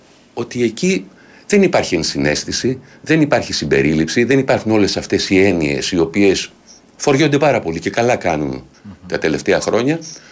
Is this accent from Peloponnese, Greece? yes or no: yes; Nafplio, Peloponnese, Greece; moved away as an adult; now in Athens, Greece; Εκεί μεγάλωσα, δεν γεννήθηκα εκεί, εκεί μεγάλωσα. Είναι ένας τόπος ο οποίος με σημάδεψε, το κουβαλάω μαζί μου και θεωρώ τον εαυτό μου τυχερό που μεγάλωσε μια τόσο όμορφη πόλη δίπλα στη θάλασσα, δίπλα και μέσα στην ιστορία